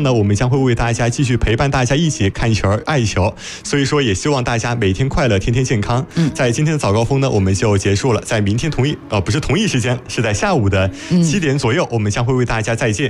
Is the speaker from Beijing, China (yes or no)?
no; Yichang, Hubei, China; 其实都是为我们宜昌人点赞，骄傲。